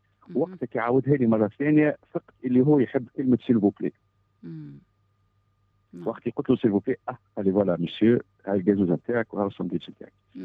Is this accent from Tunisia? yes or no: yes; Tunisia; moved away as an adult; now in France; انا ديما نقول لهم انا تونسي واصلي تونسي وعربي ومسلم وافتخر.